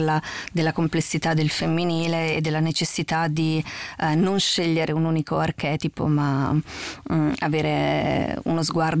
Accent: Emilia-Romagna, Italy; moved away as an adult; also born or lived in Bologna; now in Rome, Italy; Io sono a Roma da 20 anni e in realtà sono nata a Roma, ma sono cresciuta nel Riminese. E quindi ho studiato recitazione a Bologna e sono arrivata a Roma 20 anni fa

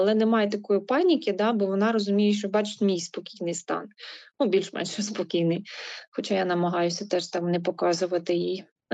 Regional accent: Kyiv, Ukraine; Це моє рідне місто, це місце, де я народилася, це місце, де пройшло моє дитинство, де я працюю. Тут все рідне.

